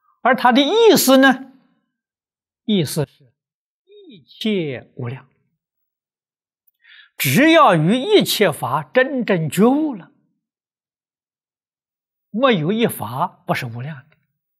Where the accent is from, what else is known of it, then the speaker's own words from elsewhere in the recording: China; 我们中国人